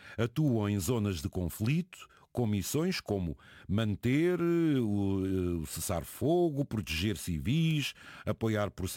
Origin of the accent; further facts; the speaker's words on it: Portugal; muito orgulhosa da minha parte como português